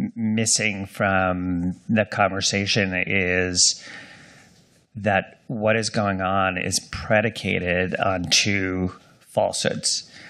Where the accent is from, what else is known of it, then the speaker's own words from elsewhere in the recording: New York, United States; also born or lived in Washington, D.C.; and I'm going to say this as a New Yorker